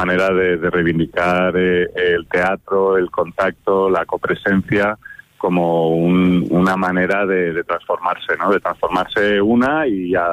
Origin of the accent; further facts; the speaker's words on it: Madrid, Community of Madrid, Spain; now in Olite, Spain; Claro, yo vengo de Madrid.